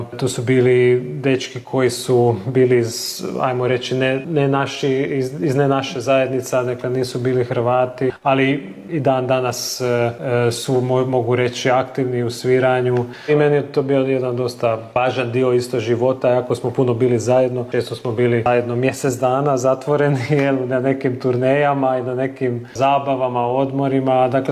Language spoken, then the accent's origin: Croatian; Pécs, Baranya, Hungary; ja sam rođen u Pećuju, odrastao sam u Pećuju, ali uvijek sam bio povezan sa Salantom jer mama je odavdje, cijela obitelj njena.